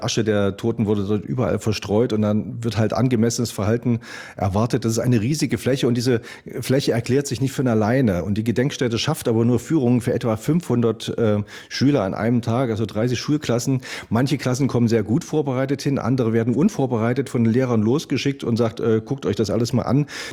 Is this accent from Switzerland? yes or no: no; Weimar, Thuringia, Germany; ich bin ja in der DDR dort noch aufgewachsen, auch in der Nähe von Buchenwald in Weimar